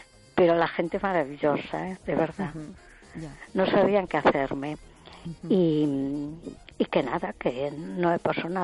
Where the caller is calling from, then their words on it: A Coruña, Galicia, Spain; Hola, soy … de Coruña.